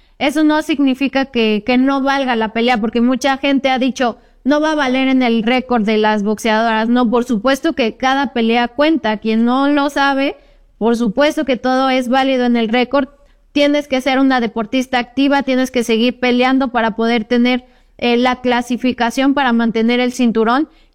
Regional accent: Mexico; porque soy de la Junta Auxiliar de la Libertad

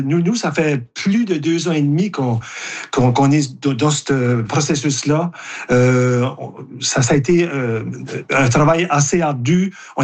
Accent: Saint-Louis-de-Kent, New Brunswick, Canada; chez nous, à Saint-Louis-de-Kent

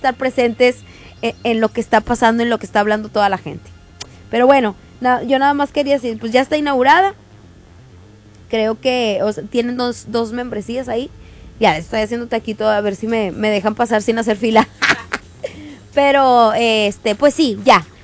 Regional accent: Monterrey, Nuevo León, Mexico; Pero pues bueno, así somos los regios, ¿verdad?

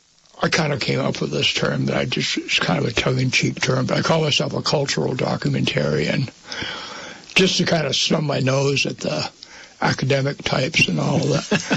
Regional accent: Tunbridge, Vermont, United States; I'm originally from Tunbridge. I lived there until I was 5 years old. My grandmother had a house on the corner on the road, Spring Road, where they turned to go to the fairgrounds. And so I was brought up at Tunbridge Fair.

